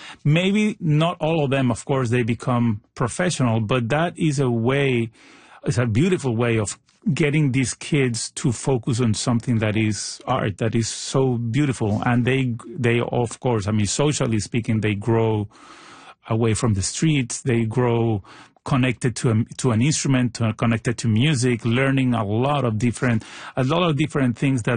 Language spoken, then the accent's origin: English; Caracas, Capital District, Venezuela; I grew up in Caracas, in Venezuela, playing violoncello, playing the cello, playing viola da gamba, early music.